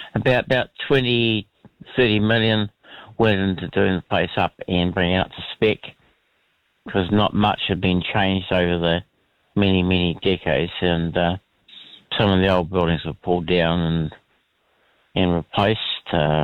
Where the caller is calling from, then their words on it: Dunedin, Otago, New Zealand; South Dunedin